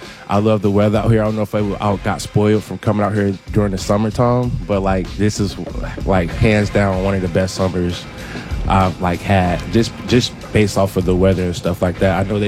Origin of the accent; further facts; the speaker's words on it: Florida, United States; now in Seattle, United States; I'm a Florida, like I'm from Florida